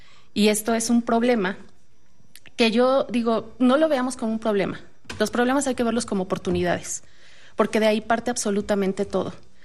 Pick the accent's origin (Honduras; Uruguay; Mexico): Mexico; Soy la primera mexicana, tengo una gran responsabilidad sobre mis hombros y con Adriana, porque no solamente represento a México, represento a toda Latinoamérica.